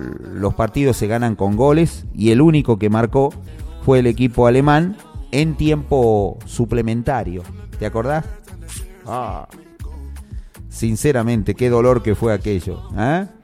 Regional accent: Argentina

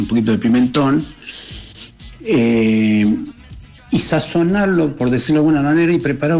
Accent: Salta, Argentina; Acostumbro a decir yo soy de los valles calchaquíes y no digo Salta.

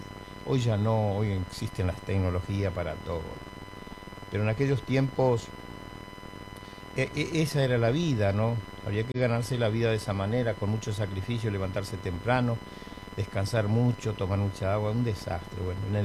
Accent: Presidencia de la Plaza, Chaco, Argentina; en 15 kilómetros de mi pueblo, Presidencia de la Plaza.

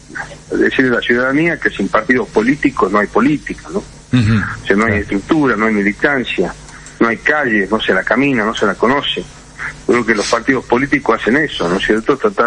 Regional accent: Rosario de la Frontera, Salta, Argentina; yo soy del interior, yo soy de Rosario de la Frontera

